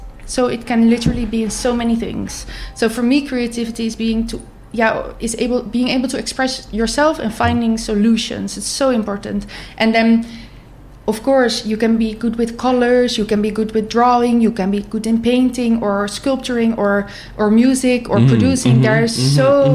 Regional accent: Amsterdam, North Holland, Netherlands; moved away as an adult; now in Dominica; I'm from Amsterdam. So I'm used of having just buildings around me.

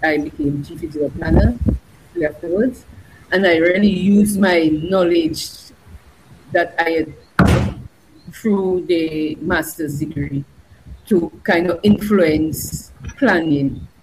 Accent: Marigot, Saint Andrew, Dominica; I was born in Marigot, born and bred in Marigot. When I passed the then common entrance examination, I came to town to go to secondary school

